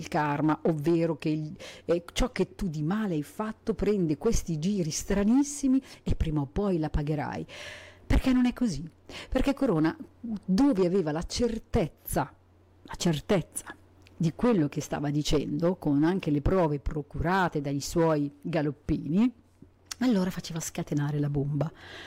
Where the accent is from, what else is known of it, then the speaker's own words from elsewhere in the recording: Argentina; sono argentina, sono una migrante, sono solo triste